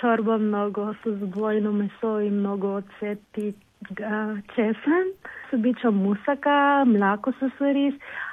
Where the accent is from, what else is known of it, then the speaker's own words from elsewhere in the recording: Philippines; Bulgarian is a second language; also born or lived in London; now in Pernik, Bulgaria; Повечето хора ме знаят от TikTok като … аз съм от Филипините.